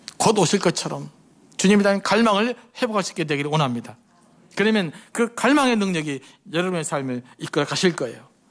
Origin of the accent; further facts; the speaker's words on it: Suncheon, South Jeolla, South Korea; 제가 이제 순천 출신인데